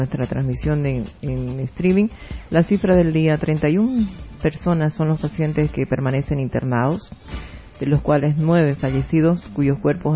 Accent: Bolivia; yo como boliviana

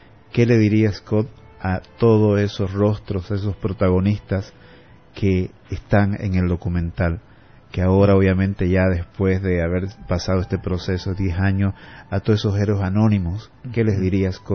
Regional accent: Santa Cruz, Bolivia; como boliviano, como cruceño

